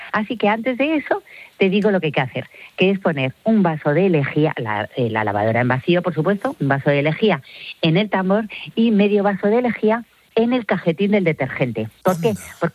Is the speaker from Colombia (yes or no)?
no; Spain